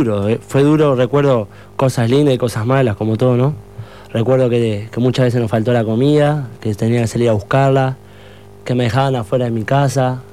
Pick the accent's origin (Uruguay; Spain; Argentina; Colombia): Uruguay; Montevideo; born there; soy de Montevideo del Cerro, tengo 22 años. Nací y crecí con mi mamá y mis 5 hermanos, de lo cual soy el tercero de lo más grande. Una niñez complicada, mi madre de religión, mi abuela también